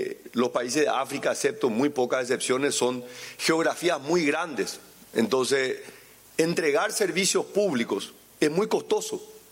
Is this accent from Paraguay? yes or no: yes; Paraguay